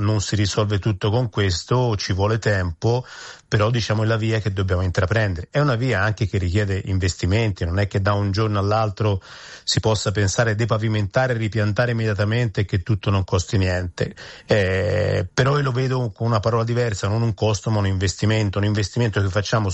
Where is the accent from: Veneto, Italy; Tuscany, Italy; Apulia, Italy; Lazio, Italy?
Tuscany, Italy; Florence; io appunto sono di Firenze